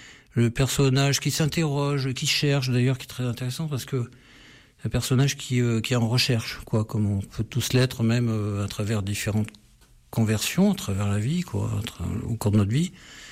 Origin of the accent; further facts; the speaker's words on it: Grenoble, Auvergne-Rhône-Alpes, France; Oui, parce que d'abord moi je suis de Grenoble, et ensuite j'ai toujours été sensible à la montagne